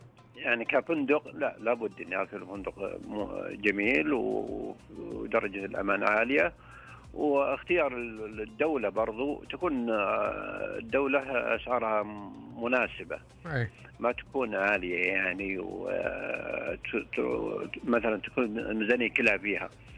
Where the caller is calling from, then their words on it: Saudi Arabia; والله من حول الرياض، أنا بين منطقة القصيم والرياض.